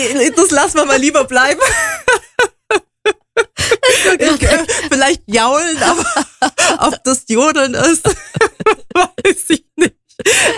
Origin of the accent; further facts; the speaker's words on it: Bavaria, Germany; ich bin ja hier aufgewachsen